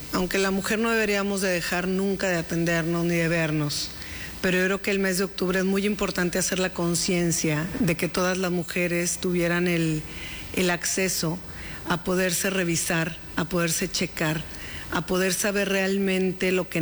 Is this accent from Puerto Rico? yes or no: no; Yucatán, Mexico; toda la comunidad que vivimos y que somos yucatecos.